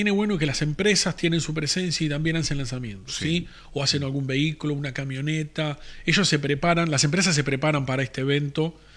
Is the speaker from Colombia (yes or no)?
no; Argentina; moved away; cuando era chico en Argentina